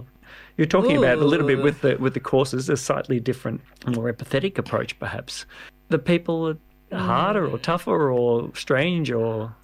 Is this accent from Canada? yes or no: no; Melbourne, Victoria, Australia; as I'm from, well, I grew up in Melbourne, so I've been here for 14 years